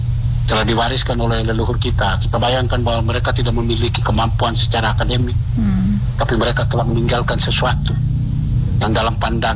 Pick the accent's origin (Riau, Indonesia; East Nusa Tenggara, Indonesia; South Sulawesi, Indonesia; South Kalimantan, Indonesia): East Nusa Tenggara, Indonesia; Lembata; bagi kami orang Lembata, yang setiap tahun kami rutin melaksanakan budaya pesta kacang atau misalnya penangkapan ikan paus atau nale